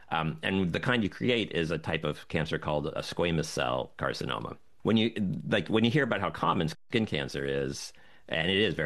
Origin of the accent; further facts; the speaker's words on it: Florida, United States; Like, I grew up in Florida in the 80s, and 90s.